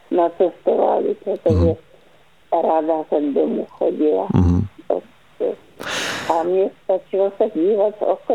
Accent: Liptovský Mikuláš, Žilina Region, Slovakia; now in Plzeň, Czechia; Vyrůstala jsem v Litovském Mikuláši. Nádherné místo.

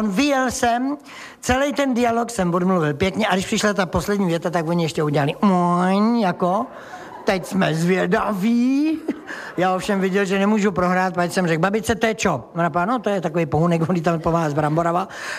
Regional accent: South Bohemian Region, Czechia; No, maximálně se ukloním, řeknu, promiňte, já jsem blbej Jihočech a pojedu domů.

